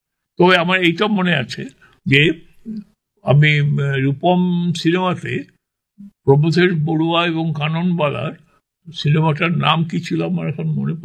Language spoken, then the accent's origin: Bangla; Kolkata, West Bengal, India; born there; তখন আমরা বউবাজার থেকে আমাদের বাড়ি শিফট করে শ্যামবাজারে চলে গেলাম।